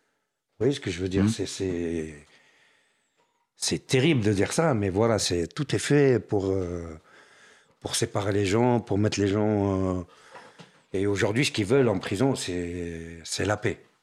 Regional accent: France; Deuxième division, mais monsieur, vous êtes tunisien? Je dis non, je suis français.

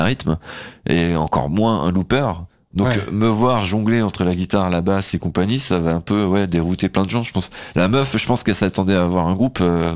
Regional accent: Brittany, France; Je suis breton, ouais.

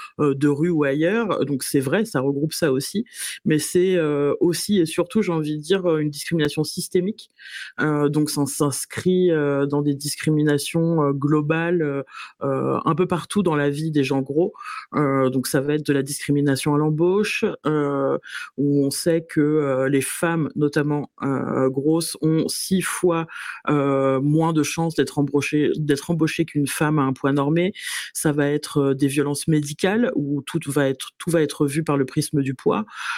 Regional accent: Paris, Île-de-France, France; je suis parisienne

